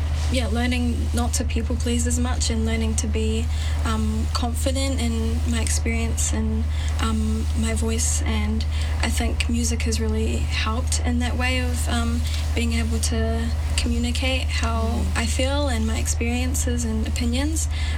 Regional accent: Hamilton, Waikato, New Zealand; 21, and born and raised in Hamilton Kirikiriroa.

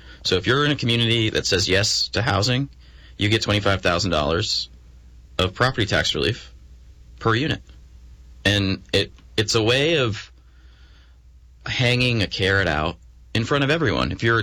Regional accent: Essex Junction, Vermont, United States; born or raised there

